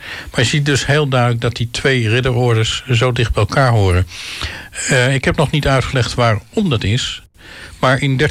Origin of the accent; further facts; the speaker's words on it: Netherlands